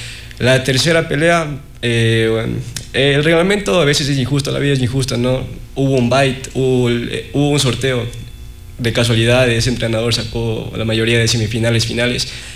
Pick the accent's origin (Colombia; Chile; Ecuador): Ecuador; A la final somos ecuatorianos